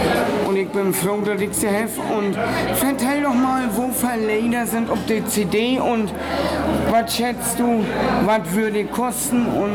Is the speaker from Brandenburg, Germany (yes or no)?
yes; Königs Wusterhausen, Brandenburg, Germany; Ich bin nämlich in Königs Wusterhausen zur Schule gegangen